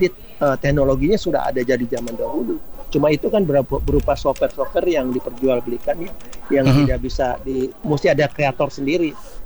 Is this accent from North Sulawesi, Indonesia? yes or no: yes; Manado, North Sulawesi, Indonesia; Iya, betul. Kita dari Manado.